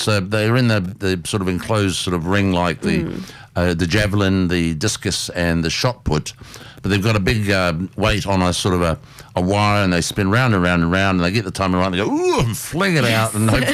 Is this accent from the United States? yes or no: no; New Zealand; I'm sort of more of a rugby man growing up in New Zealand